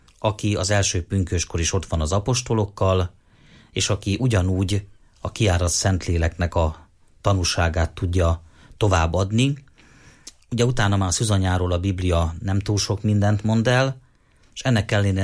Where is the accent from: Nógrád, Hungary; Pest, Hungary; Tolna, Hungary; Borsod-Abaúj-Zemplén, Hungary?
Borsod-Abaúj-Zemplén, Hungary; Sárospatak; born or raised there